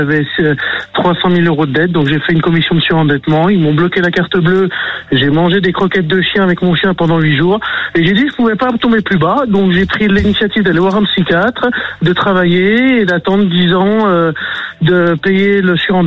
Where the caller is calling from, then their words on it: Toulouse, Occitanie, France; J'ai 48 ans et je suis à Toulouse.